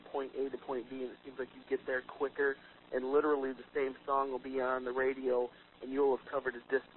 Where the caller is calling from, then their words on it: Port Huron, Michigan, United States; I'm calling from Port Huron, Michigan.